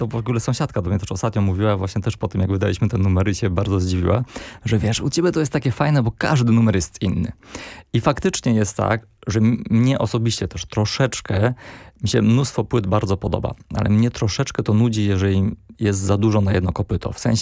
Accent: Berlin, Germany; now in Poland; ja wychowałem się w Niemczech, w Berlinie.

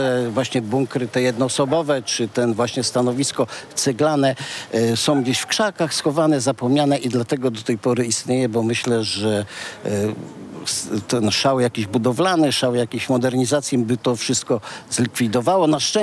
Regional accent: Gryfów Śląski, Lower Silesian Voivodeship, Poland; urodziłem się w Gryfowie Śląskim na porodówce

